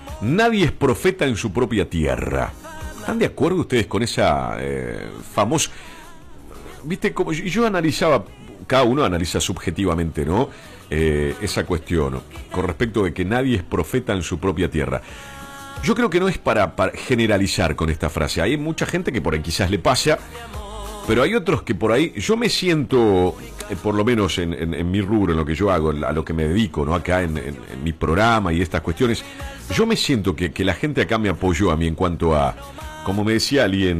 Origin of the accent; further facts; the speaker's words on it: Curuzú Cuatiá, Corrientes, Argentina; En mi caso, yo me siento muy, muy bien acá en Curuzú, en mi pueblo, en mi ciudad, y me siento reconocido en mi ciudad también.